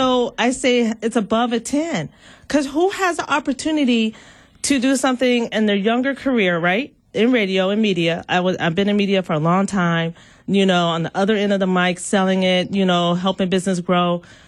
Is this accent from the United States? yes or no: yes; Milwaukee, Wisconsin, United States; You know, I grew up in Milwaukee. It's not the same as it was for, I mean, that's 20-some years ago.